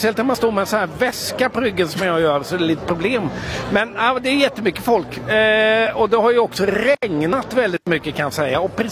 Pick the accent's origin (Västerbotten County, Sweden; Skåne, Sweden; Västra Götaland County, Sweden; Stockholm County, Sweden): Västra Götaland County, Sweden; Gothenburg; som göteborgare